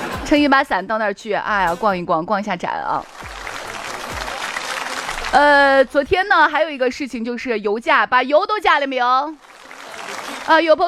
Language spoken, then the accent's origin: Chinese; Shaanxi, China; 咱们陕西人就是这样子